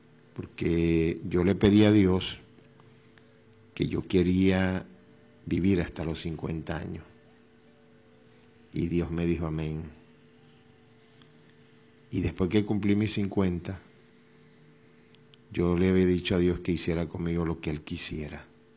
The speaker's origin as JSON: {"language": "Spanish", "country": "Venezuela", "said": "Gente, como somos todos los venezolanos."}